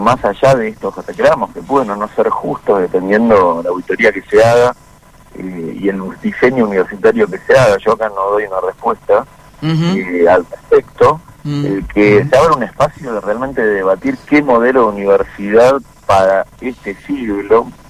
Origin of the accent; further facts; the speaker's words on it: Argentina; Y la idea esta de que tenemos, quizás como argentinos muchas veces, es que no hay restricción presupuestaria.